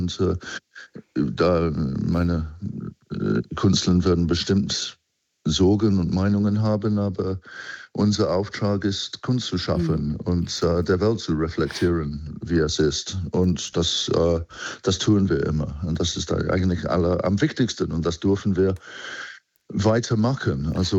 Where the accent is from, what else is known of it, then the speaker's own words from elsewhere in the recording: England, United Kingdom; German is a second language; moved away as an adult; now in Halle, Germany; Ich komme aus England, ich habe sehr viel in Deutschland gemacht, ich habe in sehr vielen verschiedenen anderen Ländern gearbeitet.